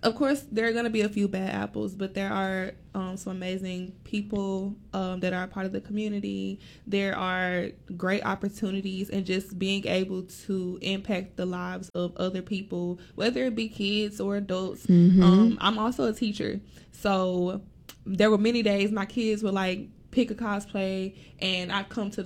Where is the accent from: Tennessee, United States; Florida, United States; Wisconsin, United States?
Tennessee, United States; Memphis; growing up being a black nerd, was difficult because I'm from Memphis originally, so it was looked down upon